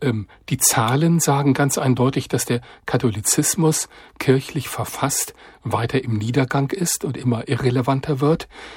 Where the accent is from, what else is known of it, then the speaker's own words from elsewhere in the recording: France; Da habe ich auf einmal gemerkt, das macht was mit mir als Franzose aus einem katholischen Land.